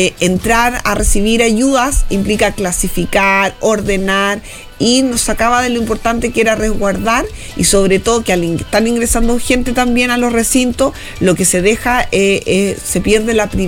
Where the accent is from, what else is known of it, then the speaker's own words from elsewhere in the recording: Chile; somos los chilenos en general muy solidarios